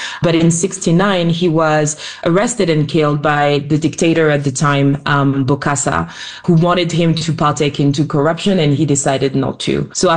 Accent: France; moved away as an adult; also born or lived in Barbados / Japan / United States / United Kingdom; They managed to immigrate to France, and this is how I was born and educated in France.

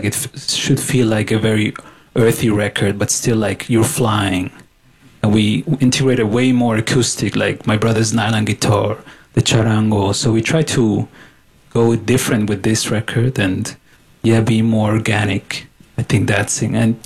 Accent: Switzerland; even though we grew up in Switzerland.

